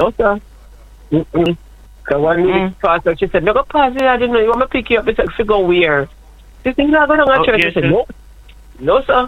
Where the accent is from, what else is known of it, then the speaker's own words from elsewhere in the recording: Jamaica; We're the Jamaican